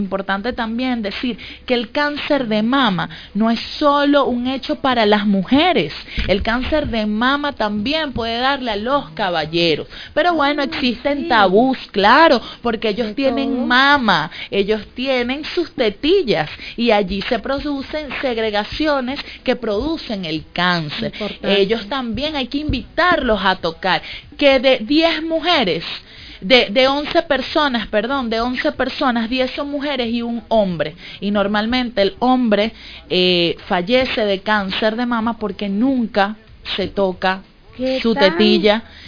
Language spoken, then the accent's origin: Spanish; Venezuela